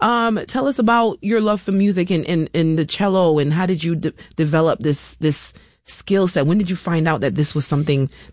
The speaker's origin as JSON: {"language": "English", "country": "U.S. Virgin Islands", "lives_now": "Rochester, United States", "said": "And I understand that because I'm from a warm climate as well, right? I'm from the Virgin Islands. Everyone is like, why are you here? And now I consider Rochester home."}